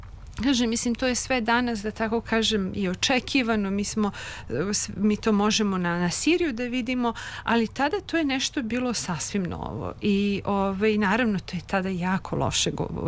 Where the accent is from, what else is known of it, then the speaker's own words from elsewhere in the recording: Peć, Peć District, Kosovo; now in Serbia; Tako je, rođena sam u Metohiji, u Peći, tamo sam završila osnovnu školu